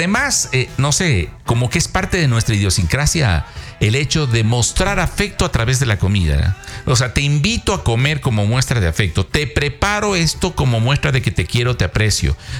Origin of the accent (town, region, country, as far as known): Ecuador